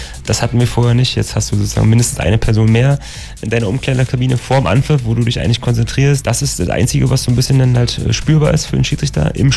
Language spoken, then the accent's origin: German; Berlin, Germany; Aber ich kann es auch als Berliner sagen, ist mir scheißegal.